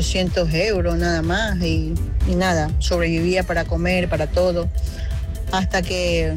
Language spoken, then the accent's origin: Spanish; Ecuador; now in Spain; En el 99, pues pegué un cambio radical, pues me vine de Ecuador. Y mira, y aquí estoy, en España.